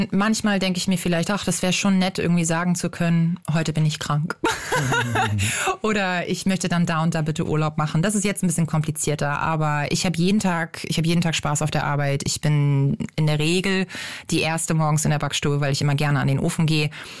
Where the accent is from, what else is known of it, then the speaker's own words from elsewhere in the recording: Northern Germany, Germany; Also eine Brezel würde ich jetzt als Norddeutscher auch nicht unbedingt sagen als das Gebäck aus Deutschland.